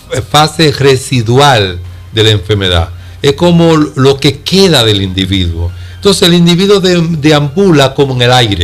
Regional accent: Puerto Plata, Dominican Republic; somos de Puerto Plata

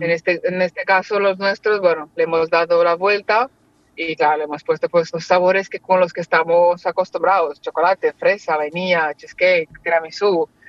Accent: Moldova; now in Barcelona, Spain; En una tienda en Moldavia, de donde soy yo, hace como 10 años, y me ha parecido una buena idea y que pensé que podría triunfar en España, bueno, en Barcelona

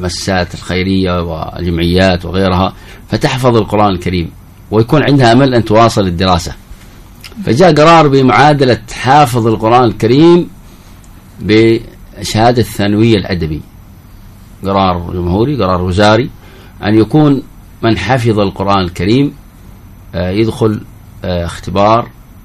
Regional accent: Yemen; عندنا في اليمن ولله الحمد في بلادنا

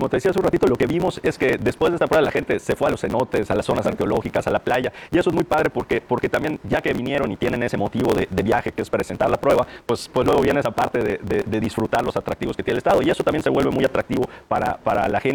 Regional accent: Yucatán, Mexico; Y los que somos locales

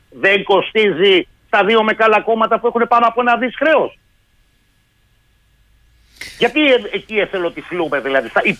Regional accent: Central Greece, Greece; moved away; also born or lived in Dafni-Ymittos, Athens; στο Δήμο Δάφνης Σιμητού, που ήμουνα επί 8 συναπτά έτη δημοτικός σύμβουλος, πριν πάω στην ιδιαίτερη πατρίδα μου την Εύβοια.

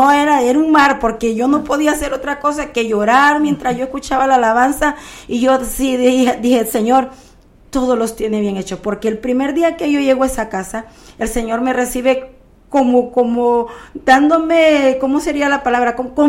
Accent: Honduras; moved away; Con esa palabra yo salí de Honduras.

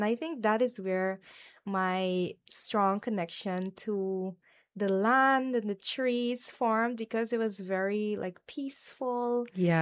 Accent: Guyana; English is a second language; So when I first moved out of the village, I had my like village accent, you know, indigenous peoples. Many of us, our first language is not English. So you'd have to learn English through schooling, especially in the very hinterland communities like in Region 7 and Region 8.

